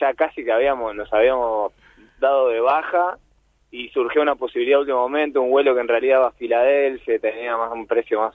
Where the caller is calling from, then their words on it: Buenos Aires, Argentina; Somos de Capital.